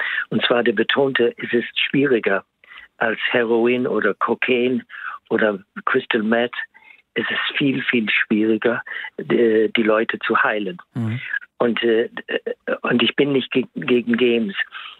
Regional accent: Ireland; German is a second language; moved away; ich komme aus Irland allerdings

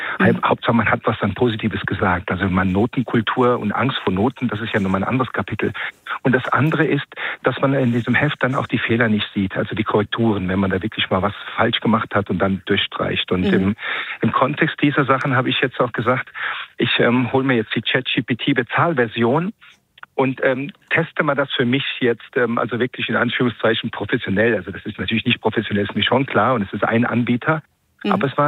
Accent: Rhineland-Palatinate, Germany; Komm, ich komme aus Rheinland-Pfalz

